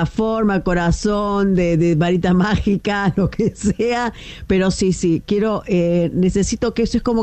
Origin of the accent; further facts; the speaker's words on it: Junín, Argentina; yo que soy de Junín